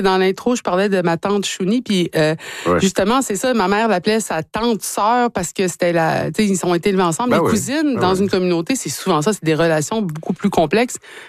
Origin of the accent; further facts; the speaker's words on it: Ekuanitshit, Quebec, Canada; moi, je suis de Iguantit.